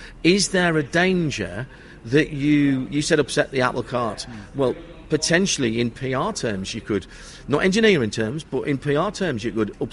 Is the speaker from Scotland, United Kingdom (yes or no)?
no; Sunderland, North East England, United Kingdom; up in my hometown in Sunderland